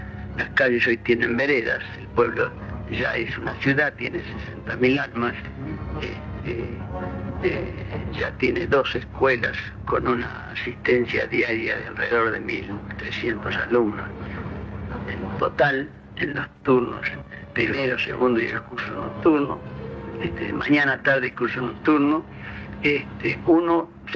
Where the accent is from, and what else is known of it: Montevideo, Uruguay; born or raised there